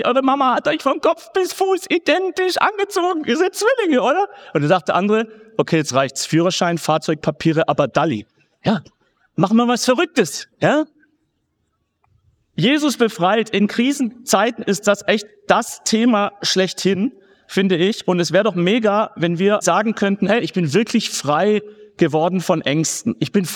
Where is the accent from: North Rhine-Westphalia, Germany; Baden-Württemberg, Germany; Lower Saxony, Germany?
Baden-Württemberg, Germany; Schwaben hier vielleicht zufällig? Ich bin selber Schwabe.